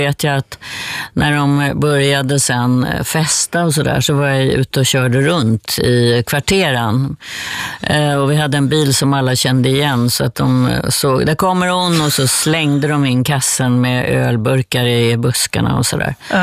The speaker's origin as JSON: {"language": "Swedish", "country": "Sweden", "tie": "born or raised there", "said": "Sen växte jag upp i skärgården på en holme"}